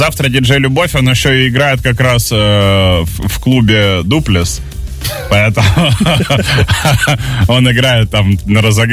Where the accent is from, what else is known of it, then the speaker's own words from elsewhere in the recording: Saint Petersburg, Russia; я из Питера